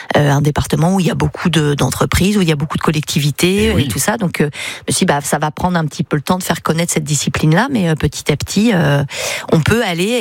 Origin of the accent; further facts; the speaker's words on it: Lyon, Auvergne-Rhône-Alpes, France; moved away as an adult; now in Sarthe, France; quand je vivais à Lyon, puisque c'est de là d'où je viens.